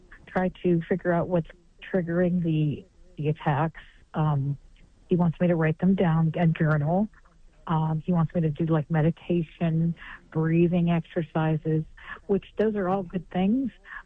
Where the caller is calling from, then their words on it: Columbus, Ohio, United States; Hi, I'm calling from the Columbus, Ohio area.